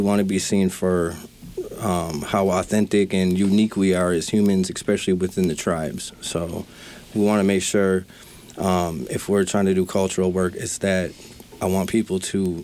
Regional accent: Bad River, Wisconsin, United States; We're both from Bad River

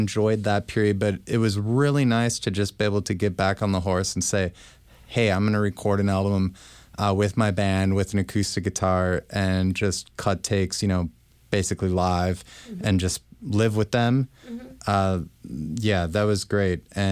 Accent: St. Paul, Minnesota, United States; moved away as an adult; also born or lived in Oakdale, Minnesota / New York / California; I grew up in East St. Paul, And then I moved to Oakdale when I was a bit older

